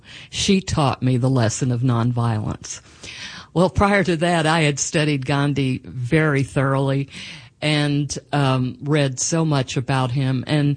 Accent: Arkansas, United States; moved away; also born or lived in Connecticut / Scottsdale, Arizona; growing up in Arkansas at the time.

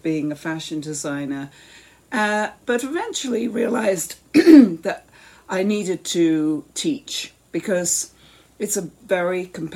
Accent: England, United Kingdom; So I grew up in England, and I made Dolly's clothes when I was little.

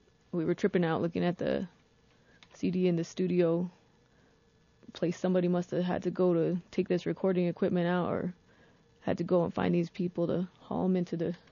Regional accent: Massachusetts, United States; That was a different kind of version by the … my hometown.

